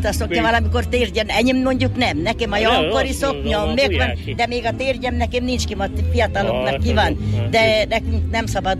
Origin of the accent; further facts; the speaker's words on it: Buják, Nógrád, Hungary; Igen, igen, a Palócvidéken Bujákon.